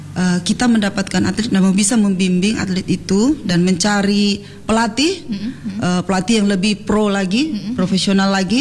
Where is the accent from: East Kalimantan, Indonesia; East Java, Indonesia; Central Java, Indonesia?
East Kalimantan, Indonesia; now in Mamuju, Indonesia; saya itu besarnya di Kaltim.